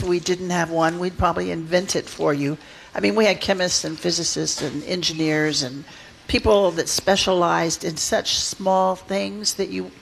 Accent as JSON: {"language": "English", "town": "Wichita", "region": "Kansas", "country": "United States", "moved": "as an adult", "said": "Well, I was from Wichita, Kansas"}